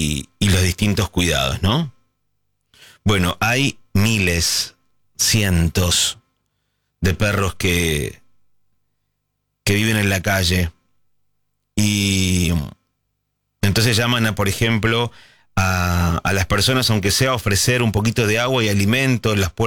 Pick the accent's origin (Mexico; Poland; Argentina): Argentina; Solidarios, mira, coincide ya con otros oyentes esta palabra que nos identifica como argentinos.